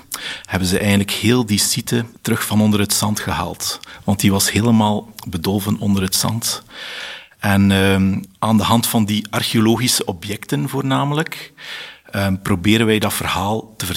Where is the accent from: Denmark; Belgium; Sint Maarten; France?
Belgium; Koksijde, Flanders; Ik ben zelf ook van Kokseide en ik ben ook heel erg geïnteresseerd in wat er leeft op deze plek.